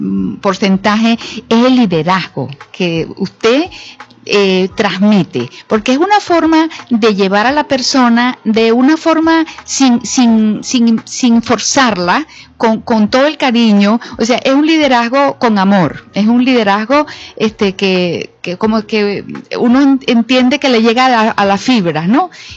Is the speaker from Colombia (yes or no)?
no; Sanare, Lara, Venezuela; yo soy de Sanare, de un pueblo